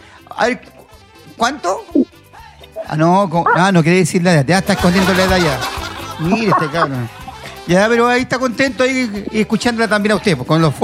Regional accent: Chile; born there; also born or lived in Argentina; yo nací en Argentina, al año me vine para Chile, entonces llevo algo argentino también, po. Soy más chileno ahora sí.

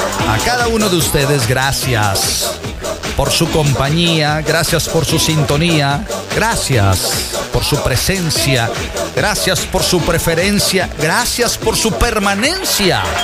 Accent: Veracruz, Mexico; Yo soy de oro. Yo soy ese jarocho.

